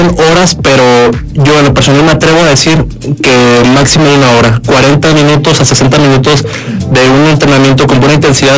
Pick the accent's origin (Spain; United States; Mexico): Mexico; León, Guanajuato; yo me siento orgullosamente leonés, guanajuatense, mexicano y latino.